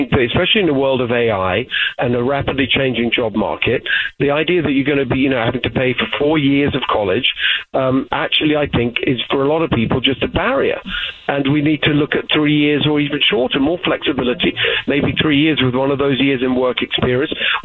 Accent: England, United Kingdom; moved away as an adult; now in California, United States; I grew up in England in a working-class immigrant household. My parents were refugees from communism, and I ended up in Oxford University

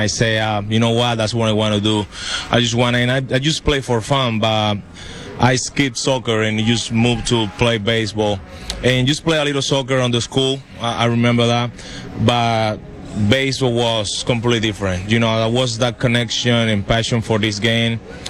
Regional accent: Arjona, Bolívar, Colombia; English is a second language; moved away; my hometown is Arjona Bolivar, like you said. It's a small town close to Cartagena, like 30 minutes from Cartagena.

